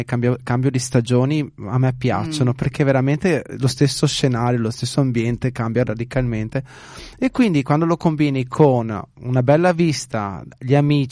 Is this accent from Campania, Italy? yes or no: no; Veneto, Italy; siamo veneti